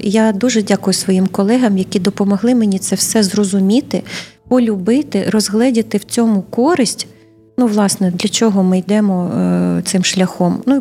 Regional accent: Artsyz, Odesa Oblast, Ukraine; moved away; в таких містах, як мій рідний Арциз.

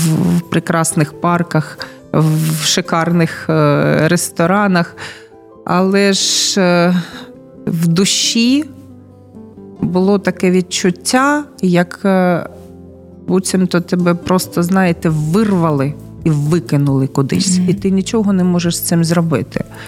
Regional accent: Donetsk, Donetsk Oblast, Ukraine; born there; moved away as an adult; also born or lived in Zaporizhzhia; я пишаюся тим, що я донецька, пишаюся, що я народилась на Донбасі

